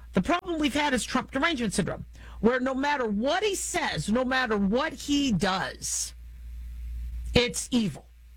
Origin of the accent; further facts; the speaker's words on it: United States; I'm American. I'm not Republican. I'm not Democrat. I'm American.